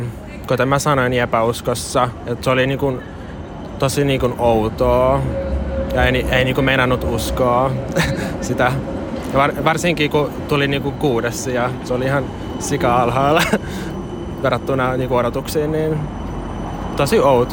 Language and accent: Finnish; Helsinki, Uusimaa, Finland; 22-vuotias Helsingistä.